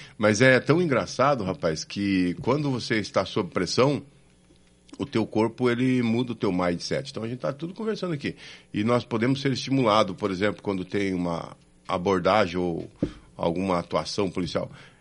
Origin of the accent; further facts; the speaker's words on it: Paraná, Brazil; eu sou da região de Londrina, dá 90, 100 quilômetros.